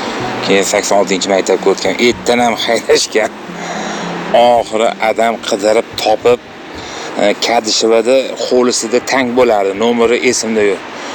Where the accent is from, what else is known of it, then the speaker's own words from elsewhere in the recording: Tashkent, Uzbekistan; born there; Birinchi chiqqan maktabim Yunusobod tumani edi, o'sha 12-chi maktab.